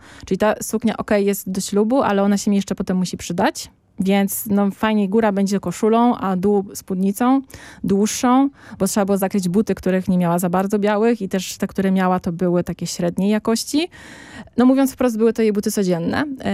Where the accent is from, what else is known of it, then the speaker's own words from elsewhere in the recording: Silesian Voivodeship, Poland; ja tam nie mieszkam, ja nie pochodzę z Bielska, ale z Podbeskidzia